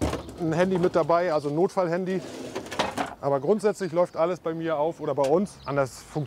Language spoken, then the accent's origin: German; Usedom, Mecklenburg-Vorpommern, Germany; Also ich bin ja geboren hier auf der Insel und demzufolge kenne ich es auch gar nicht anders.